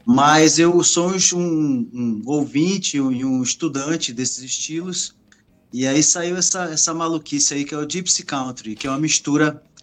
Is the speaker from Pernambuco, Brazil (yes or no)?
yes; Recife, Pernambuco, Brazil; also born or lived in Rio de Janeiro; eu nasci no Rio, mas saí muito pequenininho e estou há muitos anos aqui em Recife. Sim. Então, eu sou praticamente um pernambucano recifense.